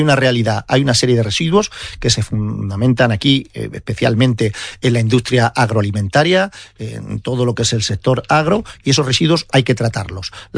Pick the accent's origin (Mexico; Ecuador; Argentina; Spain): Spain; Alcolea de Calatrava, Castilla-La Mancha; Yo estoy afiliado en la de Alcolea, que es mi pueblo.